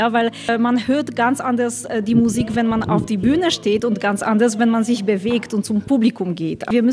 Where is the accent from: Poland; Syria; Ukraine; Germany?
Poland; Wrocław, Lower Silesian Voivodeship; Ich komme aus Breslau